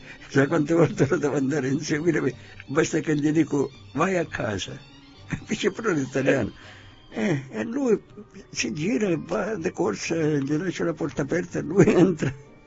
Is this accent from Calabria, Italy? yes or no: yes; Cosoleto, Calabria, Italy; carissimo amico e sindaco di Cosoleto, il dottore Angelo, il quale, come ho detto, è il sindaco del mio paese.